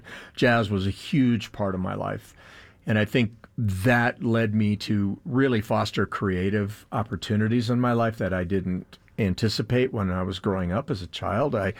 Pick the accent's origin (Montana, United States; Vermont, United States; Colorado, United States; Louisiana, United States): Colorado, United States; Denver; as a young man growing up in Denver